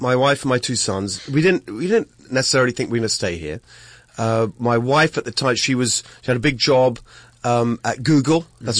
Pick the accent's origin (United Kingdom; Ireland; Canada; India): United Kingdom; now in United States; Amazing thing for me about being here in America, as you noted, as a Brit, moved in 2012.